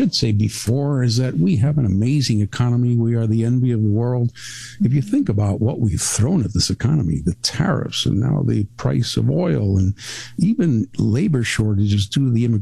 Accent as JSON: {"language": "English", "country": "Mexico", "tie": "born or raised there", "also_born_or_lived": "Cuba / United States", "said": "I was born in Cuba. We left after the revolution, came to the U.S., became U.S. citizens, and then we moved to Mexico. And that's where I went to school, junior high school, high school."}